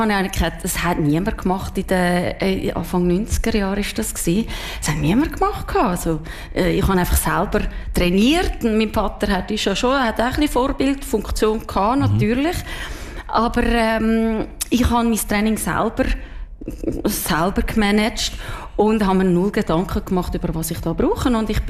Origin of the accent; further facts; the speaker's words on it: Zurich, Switzerland; accent: Zürich German; also born or lived in Olten; now in Solothurn, Switzerland; Ich habe extrem schnell den Dialekt angenommen, und spannenderweise ist gerade letztes Jahr das Jubiläum von meiner Mittelschule gewesen, von der Kante Olten. Und dort hat mir erstaunlicherweise jemand gesagt … warum redest du Zürichdeutsch? Und ich so, das habe ich immer schon geredet.